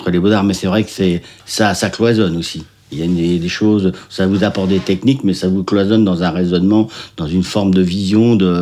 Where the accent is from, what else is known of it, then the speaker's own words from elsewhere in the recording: Le Mans, Pays de la Loire, France; moved away as an adult; now in Rochefort-en-Terre, France; Je suis originaire du Mans à la base.